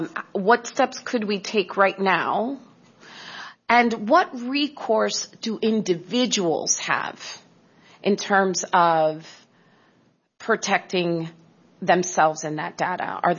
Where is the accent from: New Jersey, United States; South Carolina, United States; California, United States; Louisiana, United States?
New Jersey, United States; Excuse my language. I'm from New Jersey. This is how we talk.